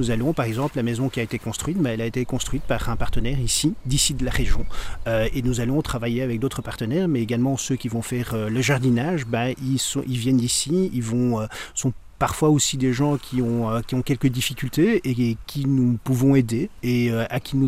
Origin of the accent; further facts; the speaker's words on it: Belgium; Mais j'aime beaucoup la Zélande, mais je suis belge, hein, vous l'entendez, mais je travaille aux Pays-Bas